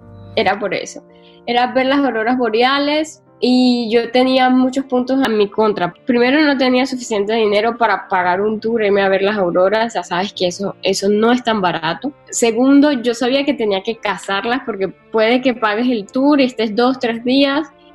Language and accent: Spanish; Caribbean Region, Colombia; born there; yo vengo de Colombia, yo nací en Colombia, nací en el Caribe colombiano y pues es una zona que una mujer estando sola, recorriendo el mundo sola, no es muy común, para nada común.